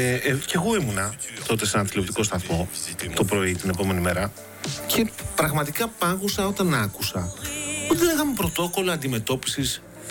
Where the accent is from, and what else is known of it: Greece